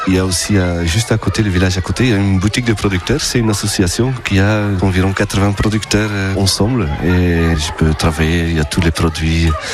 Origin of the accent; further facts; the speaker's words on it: Belgium; now in Périgord, France; en tant que Belge qui a voyagé beaucoup, je me suis arrêté dans le Périgord.